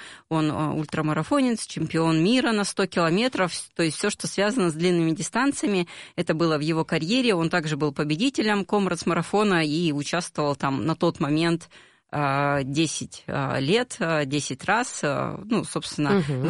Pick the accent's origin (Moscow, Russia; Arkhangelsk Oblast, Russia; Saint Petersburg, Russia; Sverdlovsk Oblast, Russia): Sverdlovsk Oblast, Russia; Yekaterinburg; у нас в Екатеринбурге. Вообще я из Екатеринбурга.